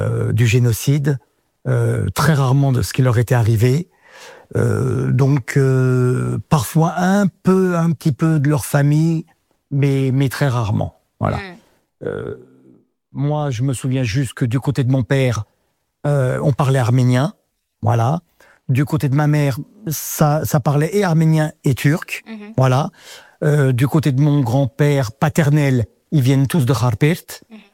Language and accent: French; Alfortville, Île-de-France, France; parce que moi j'ai vécu qu'à Alfortville, hein, j'ai grandi à